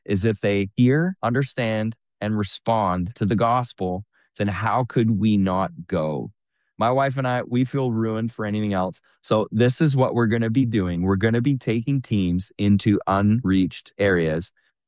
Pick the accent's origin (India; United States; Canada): Canada; we're from Canada.